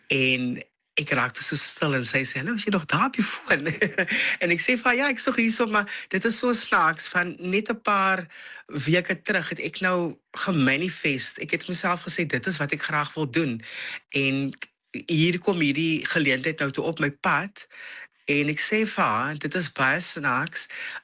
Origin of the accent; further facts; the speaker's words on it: Bellville, Western Cape, South Africa; also born or lived in Malmesbury; now in Stellenbosch, South Africa; 36 jaar oud. En ek het my hele lewe lank het ek groot geword in die Belville area, daar skool gegaan by tegniese skool en toe het ons verhuis na Mamasbury